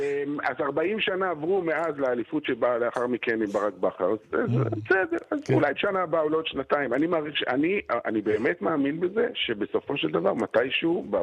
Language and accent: Hebrew; Beersheba, Southern District, Israel; born there; כן, נולדתי בבאר שבע